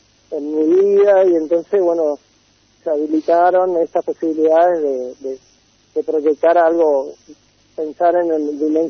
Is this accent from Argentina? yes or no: yes; Misiones, Argentina; moved away as an adult; now in Darwin, Argentina; yo vengo, soy de Misiones, soy profe de arte, y el trabajo, bueno, me trajo a Darwin, desde el primer día hasta hoy.